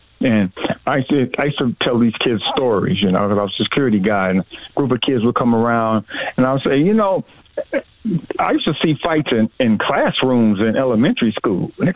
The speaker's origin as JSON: {"language": "English", "town": "Los Angeles", "region": "California", "country": "United States", "tie": "born or raised there", "said": "And I'm from South Central Los Angeles originally, so I grew up"}